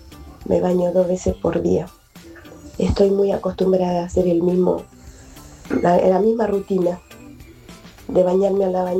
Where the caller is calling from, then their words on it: Florencio Varela, Buenos Aires Province, Argentina; de Varela.